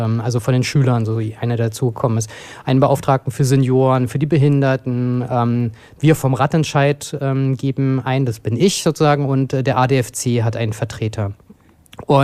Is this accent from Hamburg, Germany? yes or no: no; Berlin, Germany; now in Weimar, Germany; Und als ich 2000 nach Weimar gekommen bin, habe ich mir sofort ein Fahrrad gekauft. In Berlin, wo ich herkomme, wollte ich nicht Rad fahren.